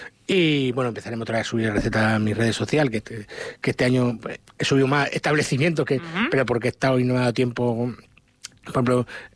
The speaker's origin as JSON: {"language": "Spanish", "region": "Castilla-La Mancha", "country": "Spain", "said": "la feria de mi pueblo en San Miguel, en la Mar de la Mata"}